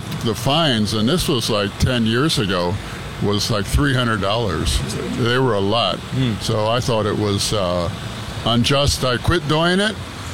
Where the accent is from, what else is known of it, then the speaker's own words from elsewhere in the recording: Tucson, Arizona, United States; I'm from Tucson, The local government was using them as revenue generators, and actually they got voted down.